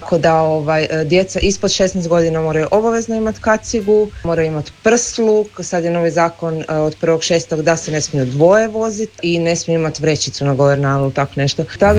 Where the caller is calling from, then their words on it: Germany; kod nas u Njemačkoj.